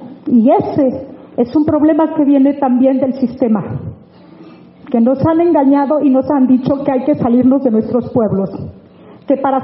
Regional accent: El Coyul, Oaxaca, Mexico; mi pueblo El Coyul.

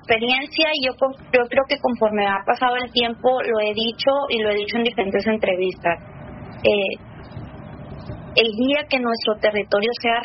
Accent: Sinaloa, Mexico; la subsistencia que hemos tenido los mayos yoremes

